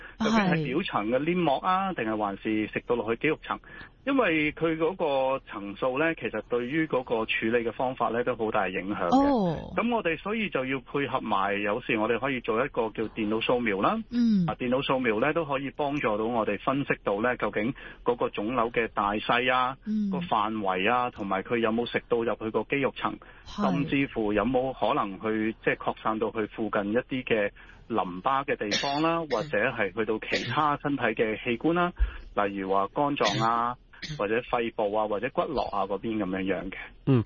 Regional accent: China; 你知我哋中國人成日就會話啊，屙血尿啊，啊會唔會係熱氣啊咁樣？

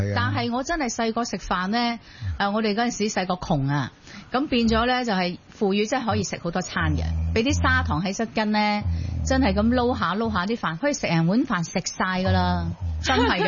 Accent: Guangdong, China; 我哋广东人

